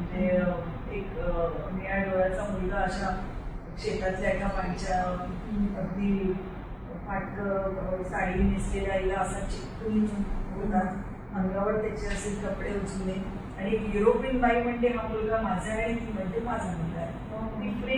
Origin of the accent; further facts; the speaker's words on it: Nagpur, Maharashtra, India; born there; माझं बालपण सगळं बाबांची आमच्या ट्रान्सफर होत राहायची PWD मध्ये होते, त्याच्यामुळे मी जन्म नागपूरचा